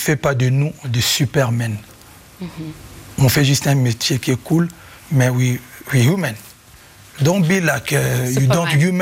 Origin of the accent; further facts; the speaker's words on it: Kinshasa, DR Congo; first language Lingala; English is a second language; I never speak Swahili when I grew up in Kinshasa. I speak just Lingala, mm-hmm.